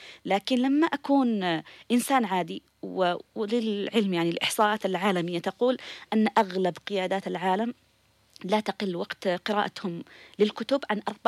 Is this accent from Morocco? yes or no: no; Yemen; عندنا في اليمن